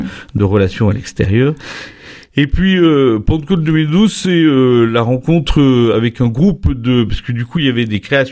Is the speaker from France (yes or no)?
yes; Oyonnax, Auvergne-Rhône-Alpes, France; also born or lived in Lyon; Je suis originaire de Oyonnax.